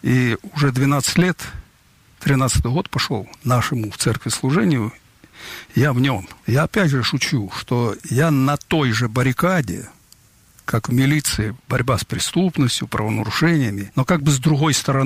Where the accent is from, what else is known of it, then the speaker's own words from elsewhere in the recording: Ukraine; moved away; Я родом с Украины сам.